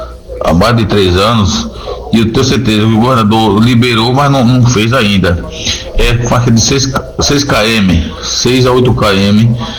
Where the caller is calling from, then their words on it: Cansação, Bahia, Brazil; sou aqui de município de Cansação, Bahia.